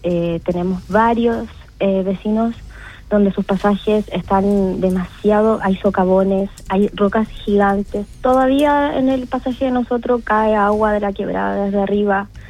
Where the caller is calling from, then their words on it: Chile; ser la voz de mis vecinos y de toda la gente que estamos afectada acá en Cruz de Caña